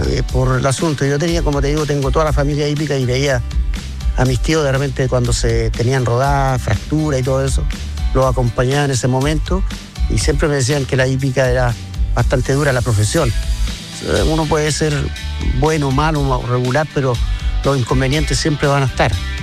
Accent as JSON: {"language": "Spanish", "town": "Concepción", "region": "Biobío", "country": "Chile", "tie": "born there", "said": "Sí, nacimos en Concepción, prácticamente casi al lado del Cluípico."}